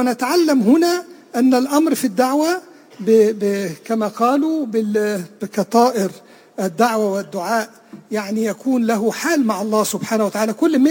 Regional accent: Egypt; أنا من مصر، كان عندنا في السافل الأسكندرية سيدي أبي العباس المرسي.

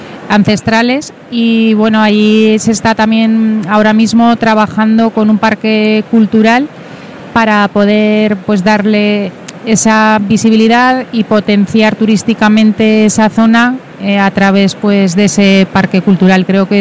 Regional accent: Aragon, Spain; mi lugar favorito pues es mi pueblo, del que también soy alcaldesa.

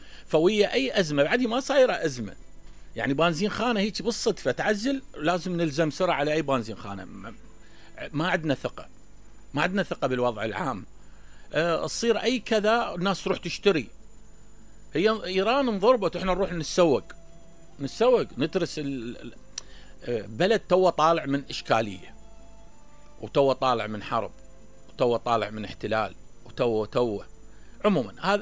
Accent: Iraq; احنا كعراقيين

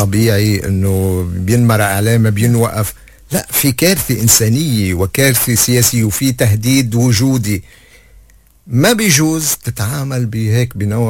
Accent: Lebanon; نحن مصلحتنا كلبنانيين

